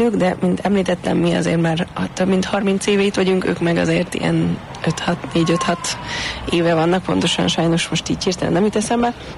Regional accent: Budapest, Hungary; nekem budapestiként meglepő ez, hogy a kútról hozzák még mindig sokan

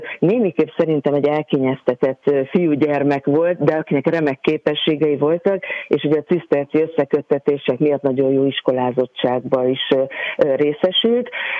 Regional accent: Veszprém, Veszprém County, Hungary; Én Veszprémben nőttem föl, a Lovasi László gimnáziumban jártam

